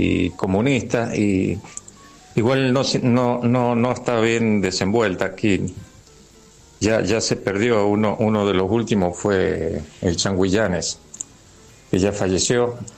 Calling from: San Juan, Argentina; Si yo hablo de San Juan … Acá en San Juan

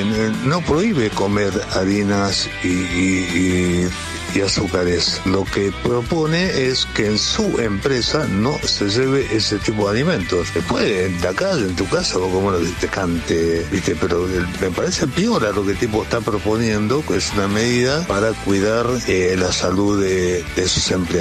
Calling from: Tortuguitas, Buenos Aires Province, Argentina; de Tortuguitas.

